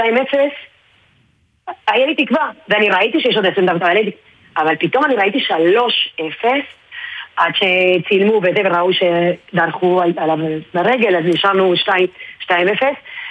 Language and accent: Hebrew; Argentina; מותר לי להגיד כארגנטינאית